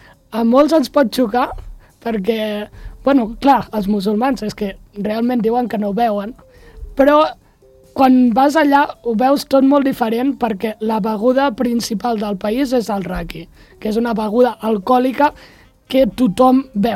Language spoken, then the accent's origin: Catalan; Montblanc, Catalonia, Spain; Ja t'ho dic jo, que vinc de Montblanc.